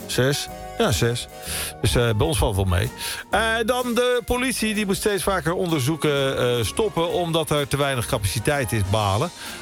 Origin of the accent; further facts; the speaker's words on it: 't Harde, Gelderland, Netherlands; tot zover mijn omgeving, waar ik vandaan kom, het harde.